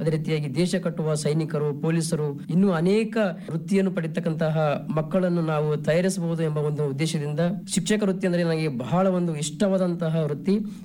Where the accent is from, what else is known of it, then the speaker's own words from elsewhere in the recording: Kodla, Karnataka, India; ನಾನು ಕಲಬುರಗಿ ಜಿಲ್ಲೆಯ ಸೇಡಂ ತಾಲೂಕಿನ ಕೋಡ್ಲಾ ಗ್ರಾಮದಲ್ಲಿ ಜನಿಸಿದ್ದು 4 April 1992.